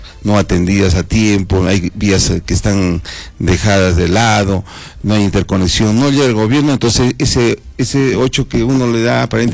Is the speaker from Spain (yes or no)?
no; Cerro Colorado, Arequipa, Peru; Yo soy un arequipeño nato, he nacido aquí en Cerro Colorado, amo Arequipa